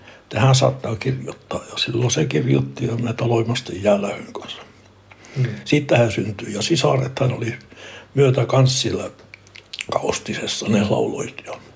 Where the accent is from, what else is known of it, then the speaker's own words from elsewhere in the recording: Kiruna, Norrbotten County, Sweden; moved away; minähän siirryin silloin Suonton jälkeen, kun minä tulin Kiruunasta.